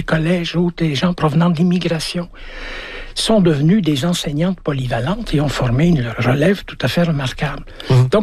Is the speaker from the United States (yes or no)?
no; Belgium; also born or lived in Africa; now in Canada; j'ai grandi en Afrique et en Belgique, mais j'ai été éduqué au Québec